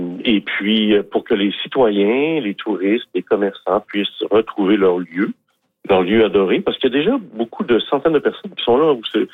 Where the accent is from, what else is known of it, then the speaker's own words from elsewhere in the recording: Quebec, Canada; moi, je viens du comté de Portneuf, hein.